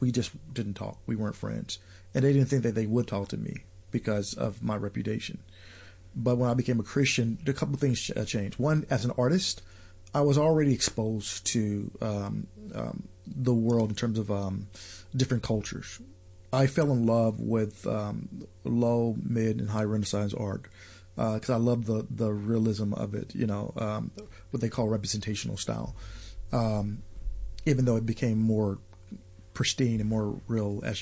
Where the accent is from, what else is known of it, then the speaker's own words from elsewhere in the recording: St. Louis, Missouri, United States; so I grew up in North St. Louis, and one of those towns where it was an old German town called Baden, you know.